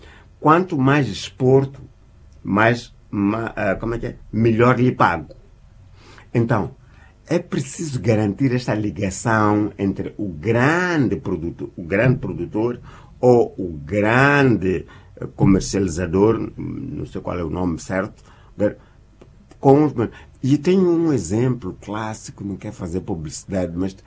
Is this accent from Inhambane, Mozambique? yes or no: yes; Jangamo, Inhambane, Mozambique; ele é um grande agricultor agora em Jangamo, minha terra